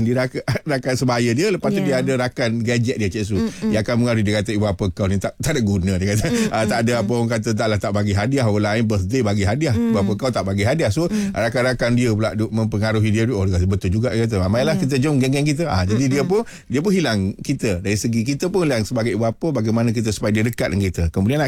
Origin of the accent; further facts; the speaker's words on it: Kelantan, Malaysia; kita sebagai orang Kelantan ni